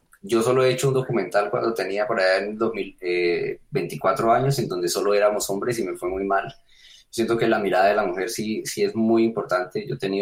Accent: Málaga, Santander, Colombia; born there; yo nací en Málaga, Santander, en un pueblo metido en las montañas de la cordillera oriental de los Andes, con difícil acceso, un pueblo que no se relaciona con Bucaramanga

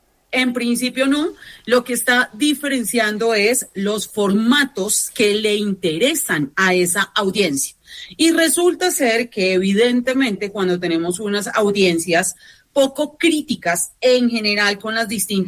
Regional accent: Colombia; somos los colombianos

